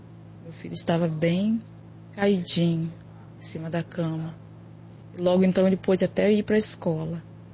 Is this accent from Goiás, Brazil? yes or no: no; Macaé, Rio de Janeiro, Brazil; Eu sou da cidade de Macaé, estado do Rio de Janeiro.